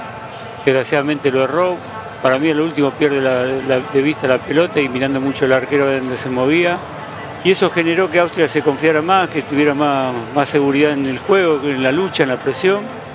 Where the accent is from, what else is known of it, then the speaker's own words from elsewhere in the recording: Gualeguay, Entre Ríos, Argentina; Gualeguay Entre Ríos.